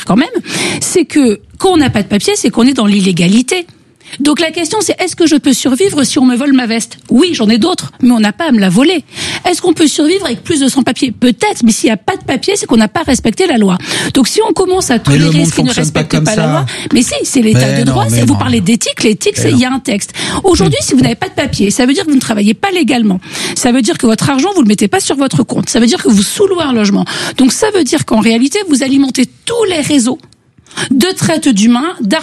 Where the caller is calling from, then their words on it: Montpellier, Occitanie, France; Je suis à Montpellier.